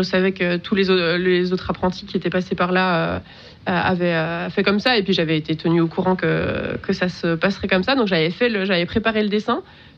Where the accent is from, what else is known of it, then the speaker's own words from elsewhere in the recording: Grand Est, France; moved away as an adult; now in Besançon, France; j'ai toujours grandi en Alsace, j'ai fait mes études en Alsace.